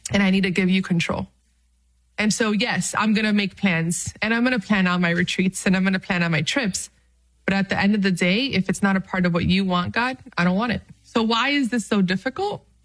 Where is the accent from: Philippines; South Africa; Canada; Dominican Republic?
Dominican Republic; for those of you who do not know, I'm Dominican from the Dominican Republic, but I'm also Arabic. And my grandfather was raised in Bethlehem, you know, where Jesus was born.